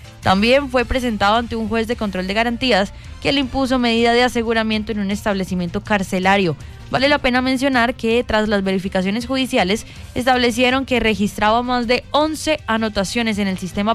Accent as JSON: {"language": "Spanish", "country": "Colombia", "said": "nosotros como colombianos"}